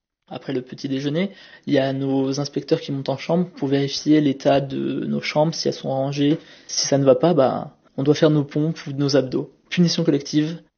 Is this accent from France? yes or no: yes; Hyères, Provence-Alpes-Côte d'Azur, France; J'ai grandi à Hyères, dans le Var.